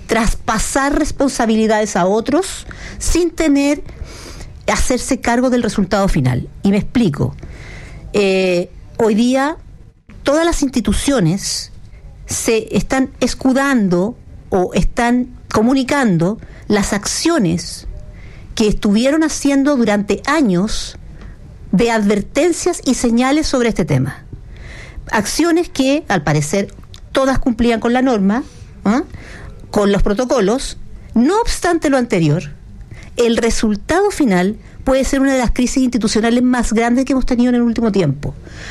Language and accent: Spanish; Chile